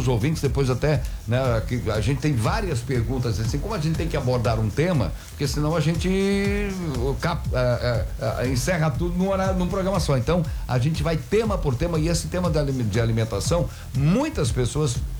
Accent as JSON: {"language": "Portuguese", "country": "Brazil", "said": "Mas a gente é brasileiro"}